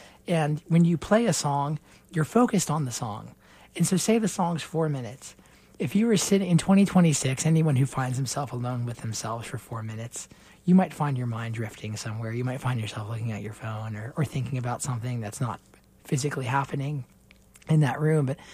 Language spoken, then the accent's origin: English; Spring Hill, Tennessee, United States; Because I grew up in Spring Hill, you know. My school was right near the co-op down there.